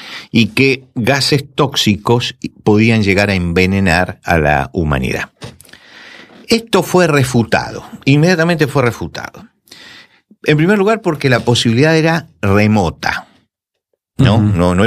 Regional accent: Argentina; En mi país, en Argentina

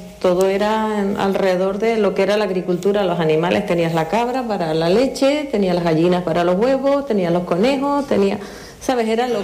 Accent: Icod de los Vinos, Canary Islands, Spain; Sí, yo pasé toda mi infancia en Santa Bárbara, en ICO de los Vinos. Pues soy la mayor de cuatro hermanos, una familia muy humilde, que se dedicaba también pues a la agricultura y poco más.

